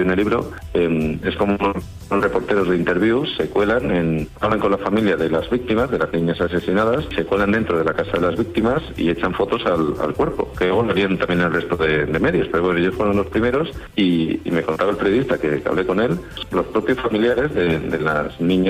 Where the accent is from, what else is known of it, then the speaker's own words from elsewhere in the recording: Extremadura, Spain; Soy extremeño, como tías, de la Sierra de Gata